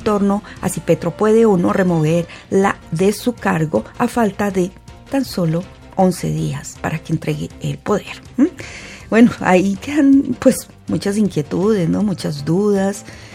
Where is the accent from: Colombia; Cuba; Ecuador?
Colombia; como colombianos también debemos tener claridad